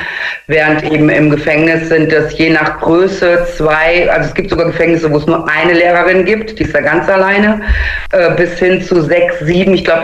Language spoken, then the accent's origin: German; Xanten, North Rhine-Westphalia, Germany; also born or lived in Münster; Ich bin in Münster geboren, in Xanten groß geworden, jetzt das 27. Mal umgezogen und deswegen sage ich nicht alle Stationen auf.